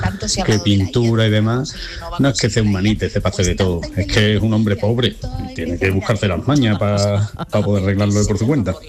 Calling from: Coria, Extremadura, Spain

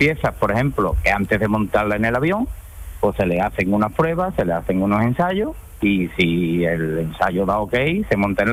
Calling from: Seville, Andalusia, Spain; yo trabajo aquí en el Aerópolis, aquí en Sevilla

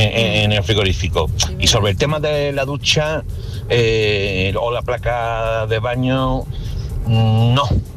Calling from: Seville, Andalusia, Spain; Buenas tardes … de Sevilla.

